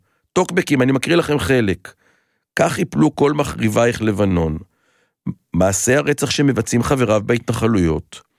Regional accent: Tel Aviv, Tel Aviv District, Israel; אנחנו תל אביבים, מי שישמע, כן?

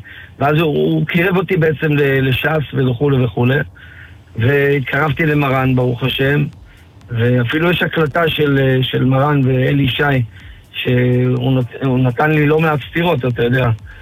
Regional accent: Haifa, Haifa District, Israel; אני אגיד לך, אני גדלתי בחיפה על הכרמל, ואהבתי כל הזמן רק את השכונות.

